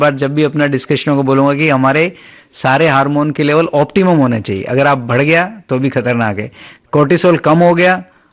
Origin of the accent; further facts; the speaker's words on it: Rajasthan, India; मैं राजस्थान का रहने वाला हूं और उदयपुर मेडिकल कॉलेज से मेरी अपनी पढ़ाई करी।